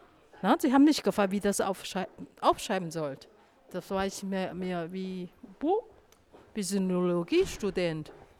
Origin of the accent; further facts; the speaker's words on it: Taiwan; German is a second language; Das wird bestimmt nochmal aus China oder Taiwan. Persönlich komme ich aus Taiwan.